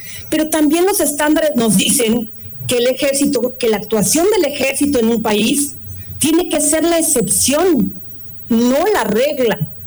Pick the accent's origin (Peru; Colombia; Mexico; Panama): Mexico; Imagínense en un caso de mi propio país, el caso Alvarado Espinosa contra México.